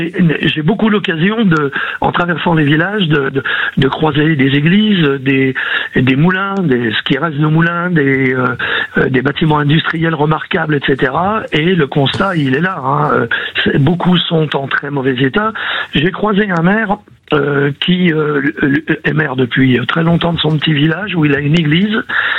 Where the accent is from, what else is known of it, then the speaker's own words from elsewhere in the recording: Paris, Île-de-France, France; Bon, je suis parisien, donc je me promène beaucoup dans Paris.